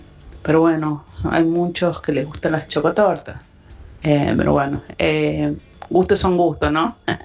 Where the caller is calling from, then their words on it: San Juan, Argentina; de San Juan